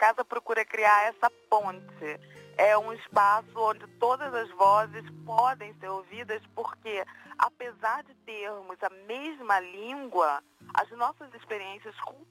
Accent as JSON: {"language": "Portuguese", "country": "Brazil", "moved": "as an adult", "lives_now": "London, United Kingdom", "said": "Eu sou brasileira e moro em Londres há mais de 20 anos."}